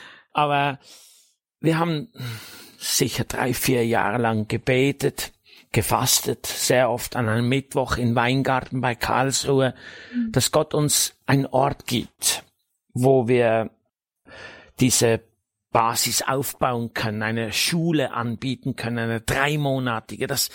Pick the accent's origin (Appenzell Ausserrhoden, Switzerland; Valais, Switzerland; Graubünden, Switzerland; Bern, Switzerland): Appenzell Ausserrhoden, Switzerland; born or raised there; moved away